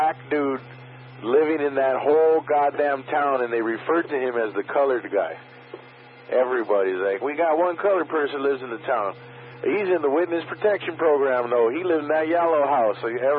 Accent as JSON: {"language": "English", "town": "Los Angeles", "region": "California", "country": "United States", "said": "if you tell them you're from L.A., or California, from California"}